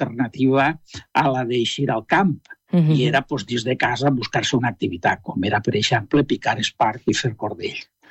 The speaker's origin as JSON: {"language": "Catalan", "town": "Beniopa", "region": "Valencian Community", "country": "Spain", "said": "Jo sóc de Beniopo, uh-huh, i en Beniopo li diguem a aquesta època, als barrancs que venen, li diguem el Sant Borjo"}